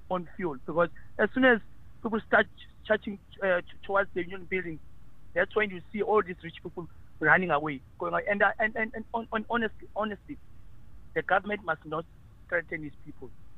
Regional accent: Umlazi, KwaZulu-Natal, South Africa; now in Cape Town, South Africa; So when but I'm based in Cape Town. I'm due to employment, but I'm from Umlazi.

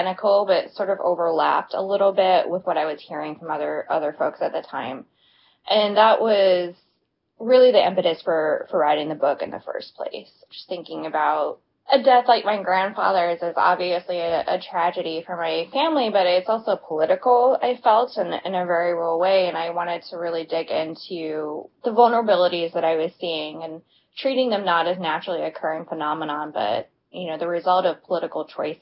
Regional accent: Virginia, United States; But growing up where I did

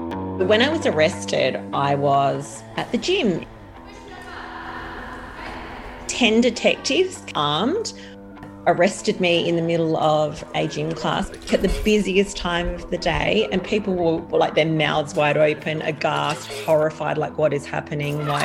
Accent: Adelaide, South Australia, Australia; I grew up in Adelaide's southern suburbs. It was a small hills community. I have a little sister.

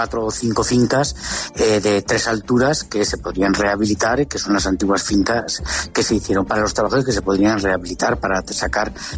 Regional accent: Aragon, Spain; soy de, no de Teruel Capital, sino de lo que sería el Bajo Aragón

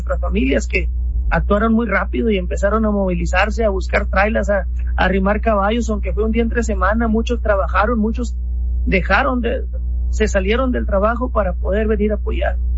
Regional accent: Santa María, Mexico; nosotros somos del ejido de Santa María, vino una cuadrilla de la comunidad grande

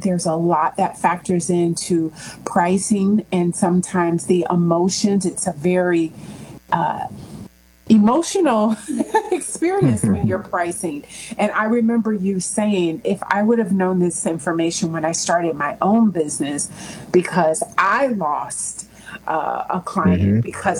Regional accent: Orlando, Florida, United States; I am actually from Central Florida. Right there in Orlando is where I grew up, and definitely enjoyed being there.

